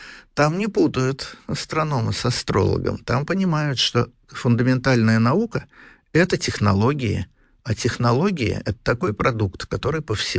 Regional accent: Russia; я вот из России

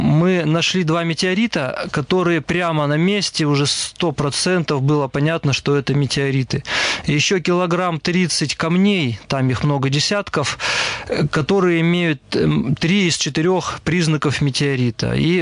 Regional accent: Perm, Perm Krai, Russia; и я один из Перми

